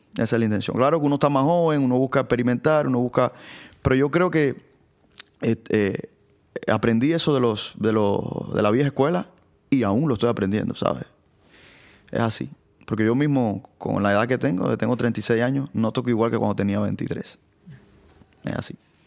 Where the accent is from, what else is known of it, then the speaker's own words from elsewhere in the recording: Santiago de Cuba, Cuba; moved away; yo vengo de Santiago de Cuba, donde hay mucha tradición, donde yo respiraba, yo pasaba por la Casa de la Trova y oía a … o sea, eso era como parte ya de mi cultura